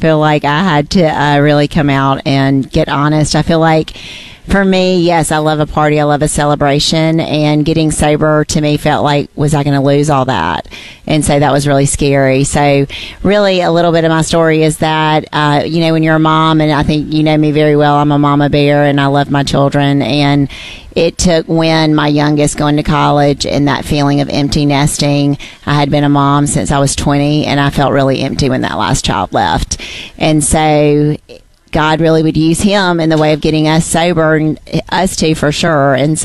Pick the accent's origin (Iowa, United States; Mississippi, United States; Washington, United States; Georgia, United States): Mississippi, United States; Meridian; I grew up in Meridian, Mississippi. There wasn't really a whole lot to do there.